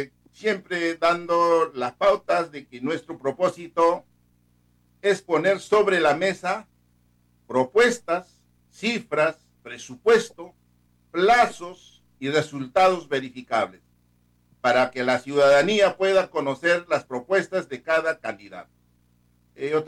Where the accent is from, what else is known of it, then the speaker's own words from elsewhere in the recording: Chumpi, Ayacucho, Peru; soy de Guayo, de Soco, porque mis padres son de ahí, pero yo soy chumpino, pues, por eso digo que 100% chumpino, porque en Chumpi he nacido, ni siquiera he nacido en el hospital, sino en la casa, con la partera, con el sanitario, Raúl Cuya